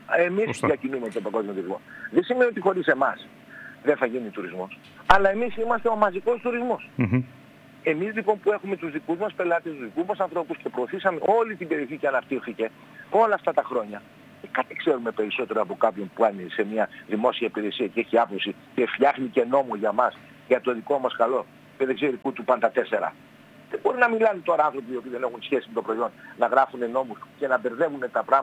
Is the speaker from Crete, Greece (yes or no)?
no; Kastellorizo, South Aegean, Greece; Είμαι και εγώ νησιώτης από το Καθελόριζο.